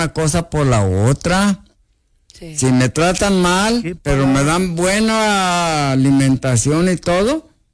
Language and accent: Spanish; Mexico; moved away; Porque yo vivo aquí y aquí me han dado todo el apoyo que he necesitado. A México no le debo más de haber nacido allá.